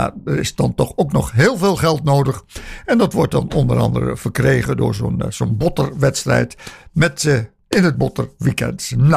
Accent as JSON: {"language": "Dutch", "town": "Nunspeet", "region": "Gelderland", "country": "Netherlands", "said": "Ik kwam toevallig ook nog uit Nunspeet, maar ja, dat kan zij niet helpen."}